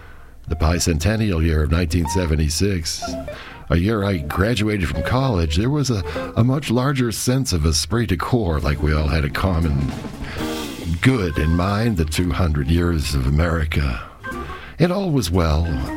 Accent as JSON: {"language": "English", "country": "United States", "said": "I'm an American."}